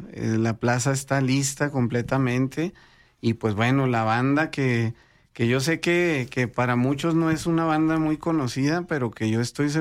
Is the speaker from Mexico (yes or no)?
yes; Mexico; podamos siempre sentirnos orgullosos de ser mexicanos.